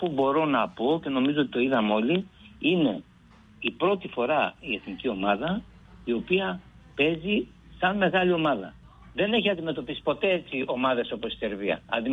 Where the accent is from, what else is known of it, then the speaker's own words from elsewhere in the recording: Greece; διότι είμαστε Έλληνες.